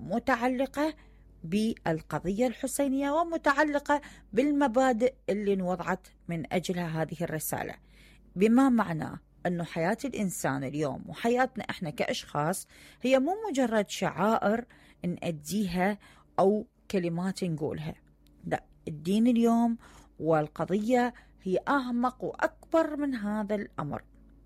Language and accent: Arabic; Iraq; accent: Iraqi; خلينا نقول بلهجتنا العراقية